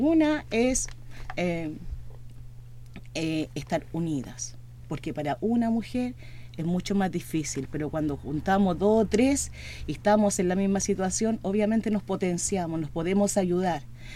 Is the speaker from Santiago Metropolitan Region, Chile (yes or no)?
no; Riñihue, Los Ríos, Chile; Yo que vengo de Riñigüe